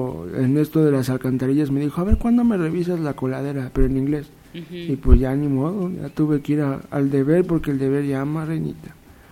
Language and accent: Spanish; Mexico; No, pues soy de México